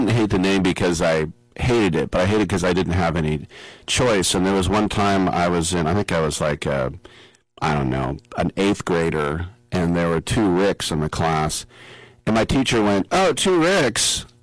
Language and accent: English; Richmond, California, United States; there's going to be something going on in my my hometown of Richmond, California